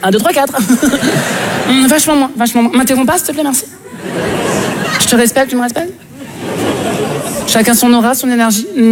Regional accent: Switzerland; now in France

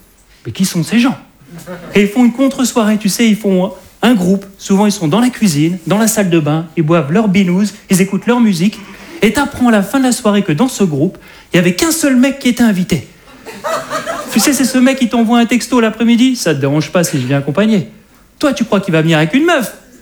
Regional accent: Hauts-de-France, France; je suis un ch'ti.

